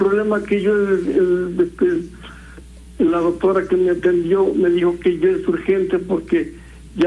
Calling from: Oriental, Puebla, Mexico; De aquí, de este Guadalupe Miravalles Oriental.

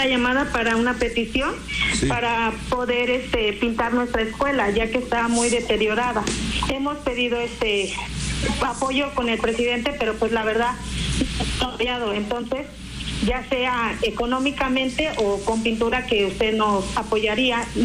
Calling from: Acajete, Puebla, Mexico; Del municipio de aquí, de Acajete, Puebla.

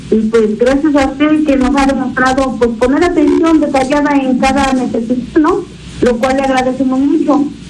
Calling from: Libres, Puebla, Mexico; Yo soy del municipio de Libres, Puebla.

